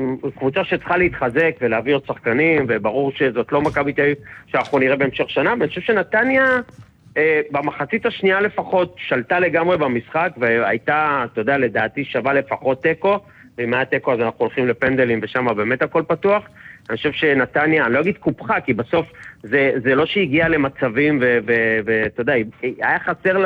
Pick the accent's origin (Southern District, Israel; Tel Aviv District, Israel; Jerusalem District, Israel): Tel Aviv District, Israel; Ramat Gan; גדלתי ברמת גן.